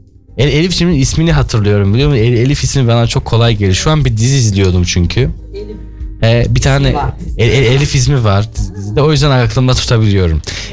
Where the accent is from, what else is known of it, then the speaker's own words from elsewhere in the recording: Yozgat, Turkey; Ben neticede Türkiye'liyim ve Türkiye'yi de çok seviyorum.